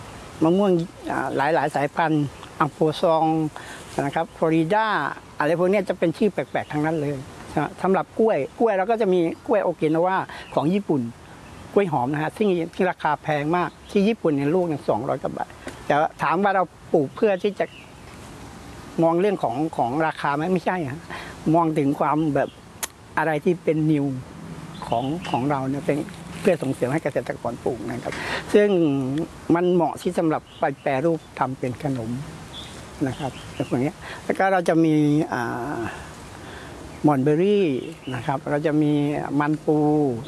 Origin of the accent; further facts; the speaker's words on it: Pattani, Thailand; แต่จริงๆแล้วผมเป็นลูกหลานเกษตรผมดั้งเดิมผมเป็นคนปัตตานีพ่อผมทำเกษตรพ่อผมทำนาพ่อผมทำสวน